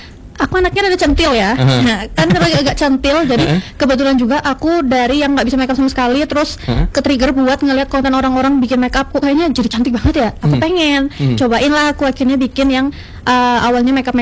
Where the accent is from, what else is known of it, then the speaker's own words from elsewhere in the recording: Malang, East Java, Indonesia; now in Pontianak, Indonesia; Jadi kebetulan asalnya aku tuh dari Kota Malang. Aku tuh orang Jawa asli, Jawa.